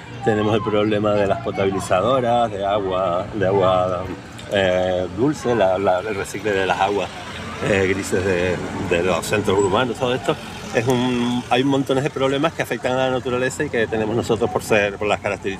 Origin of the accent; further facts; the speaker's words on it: Tenerife, Canary Islands, Spain; a los que somos naturales de Tenerife o de las Islas Canarias